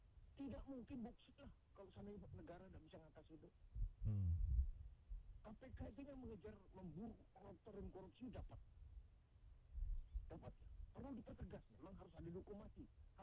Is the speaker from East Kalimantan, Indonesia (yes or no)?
yes; Samarinda, East Kalimantan, Indonesia; Saya di Kalimantan Timur, Pak, minta maaf ya, saya Samarinda, saya anak Samarinda.